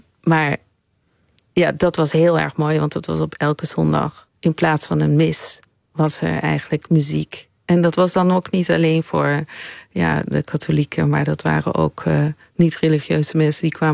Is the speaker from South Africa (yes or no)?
no; Linkebeek, Flanders, Belgium; moved away as an adult; also born or lived in Bakkum, Castricum, Netherlands; En ik heb eigenlijk tot mijn 18e in België gewoond. Dus ben daar echt opgegroeid.